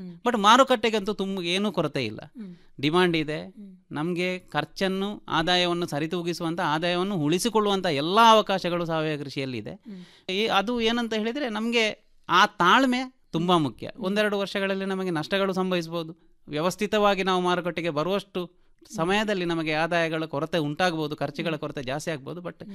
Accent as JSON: {"language": "Kannada", "area": "Kallur, Kasaragod district", "region": "Kerala", "country": "India", "tie": "born or raised there", "said": "ನಾನು ಮೂಲತಃ ಕಾಸರಗೋಡು ಜಿಲ್ಲೆಯ ಮಂಜೇಶ್ವರ ತಾಲೂಕಿನ ವರ್ಕಾಡಿ ಗ್ರಾಮದ ಕಲ್ಲೂರು ಎಂಬ ಪ್ರದೇಶದಲ್ಲಿ ಜನಿಸಿ ಬೆಳೆದವನು. ಕೇರಳದ ರಾಜ್ಯಕ್ಕೆ ಬರುವಂತಹ ಜಿಲ್ಲೆ ಅದು. ಹುಟ್ಟಿನಿಂದಲೂ ಕೂಡ ಕೃಷಿ ಕುಟುಂಬವೇ ನಮ್ಮದಾದ್ದರಿಂದ"}